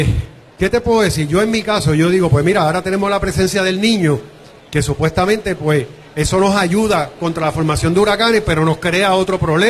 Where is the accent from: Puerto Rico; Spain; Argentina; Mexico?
Puerto Rico; digo puertorriqueños y me sumo en esa lista porque soy boricua